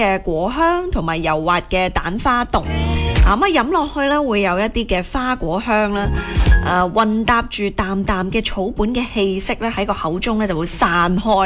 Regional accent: Guangdong, China; 我哋作為老廣啊，即係 local 嘅廣東人

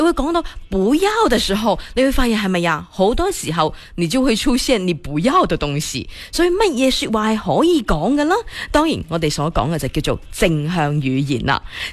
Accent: Guangdong, China

